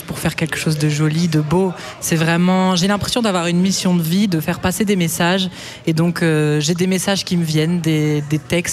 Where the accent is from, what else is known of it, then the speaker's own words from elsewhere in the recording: Baudour, Wallonia, Belgium; Alors moi je suis originaire de Beaudour, près de Mons. Voilà.